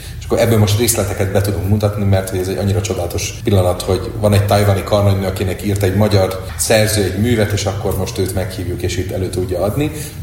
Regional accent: Sopron, Győr-Moson-Sopron, Hungary; now in Debrecen, Hungary; Ugye én soproni vagyok, az a másik vége

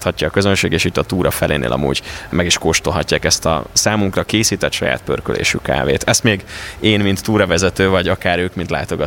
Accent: Ajka, Veszprém County, Hungary; Én például Ajkáról származom, az egy bányászváros.

